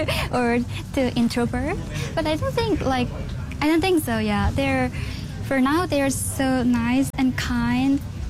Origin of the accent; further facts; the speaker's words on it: South Korea; now in Germany; ich komme aus Südkorea.